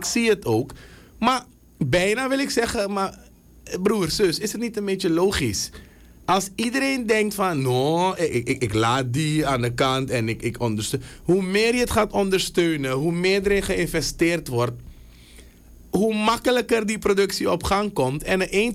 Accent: Suriname; als Surinamers

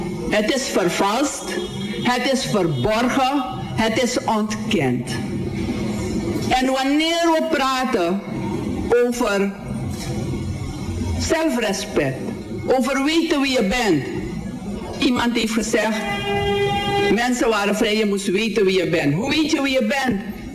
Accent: Suriname; wij als Surinamers nu met elkaar in deze Mamio-samenleving met elkaar verder moeten. Maar ook omdat ook mijn voorouders uit Afrika kwamen.

